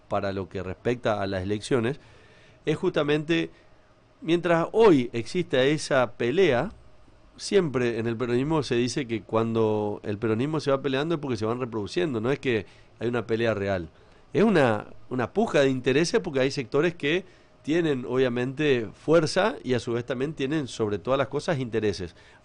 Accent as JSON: {"language": "Spanish", "country": "Argentina"}